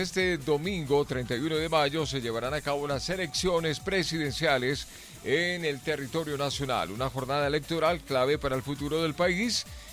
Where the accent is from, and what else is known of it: Colombia